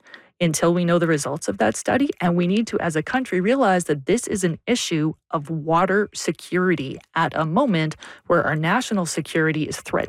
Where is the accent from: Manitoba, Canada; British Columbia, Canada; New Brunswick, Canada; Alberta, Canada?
British Columbia, Canada; Vancouver; moved away; I'm from Vancouver.